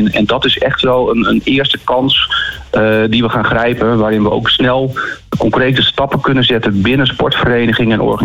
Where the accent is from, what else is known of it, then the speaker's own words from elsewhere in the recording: Groningen, Netherlands; also born or lived in Friesland; now in Utrecht, Netherlands; Mijn wieg die stond in Friesland, maar mijn hart ligt in Groningen. Ik ben hier volwassen geworden